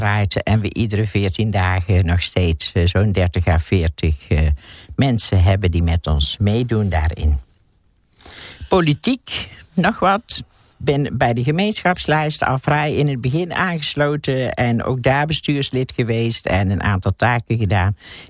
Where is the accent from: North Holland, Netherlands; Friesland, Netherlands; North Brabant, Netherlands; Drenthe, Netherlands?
North Brabant, Netherlands; Helvoirt; zoals je al zei. En ik ben geboren en getogen in Helvoort. En ik ben intussen al 73 jaar oud.